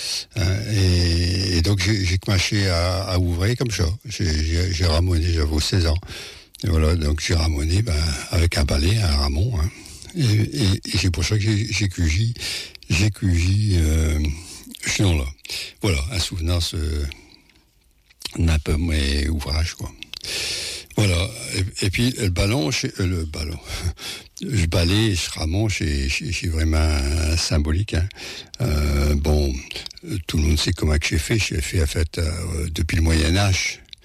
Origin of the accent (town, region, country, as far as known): Paris, Île-de-France, France